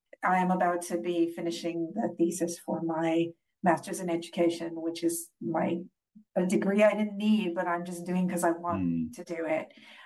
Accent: California, United States; moved away as an adult; now in England, United Kingdom

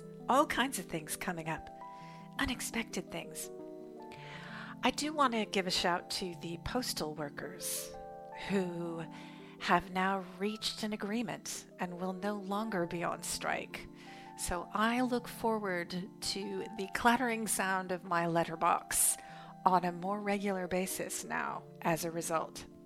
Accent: Berkeley, California, United States; in my hometown, Berkeley, California

